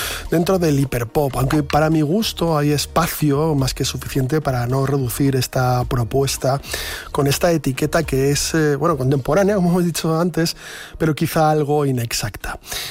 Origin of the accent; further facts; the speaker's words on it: Buenos Aires, Argentina; born there; debe estar ya cansada de escucharme decir que soy pseudo argentino y tal, pero lo cierto es que nací en Buenos Aires y la chacarera como buen ritmo rioplatense, pues también me llega